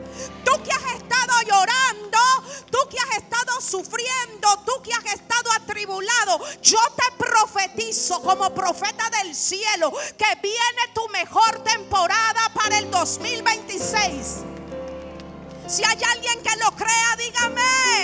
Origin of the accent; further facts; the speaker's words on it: Nicaragua; now in El Salvador; me recordaba cuando tuve que tomar la decisión de salir de mi tierra natal, Nicaragua, rumbo a El Salvador, mi destino.